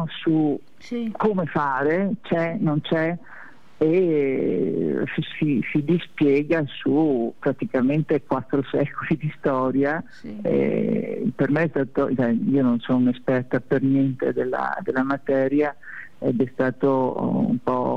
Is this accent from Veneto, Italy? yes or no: yes; Belluno, Veneto, Italy; now in Asiago, Italy; come veneta, come persona che in realtà sono bellunese, quindi per me sono stata trapiantata ad Asiago